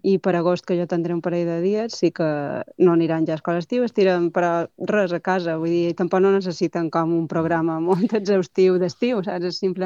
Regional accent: Bunyola, Balearic Islands, Spain; nosaltres som de Bunyola, i mos coneixíem.

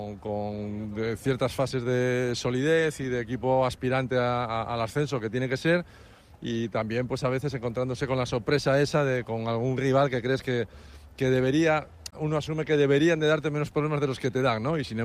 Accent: Asturias, Spain; Cuando ya salimos de allí, todos somos asturianos.

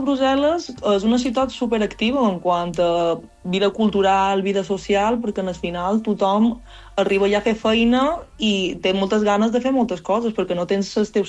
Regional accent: Palma, Balearic Islands, Spain; Jo sóc de Palma, de Rafal.

